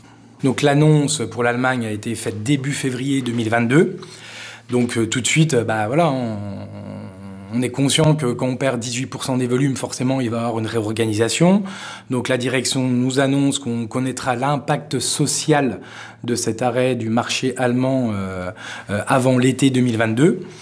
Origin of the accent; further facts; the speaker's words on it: Vittel, Grand Est, France; born there; Moi, je suis né à Vittel. Je suis né en 76, je suis un des derniers nés à Vittel, parce qu'après la maternité a fermé.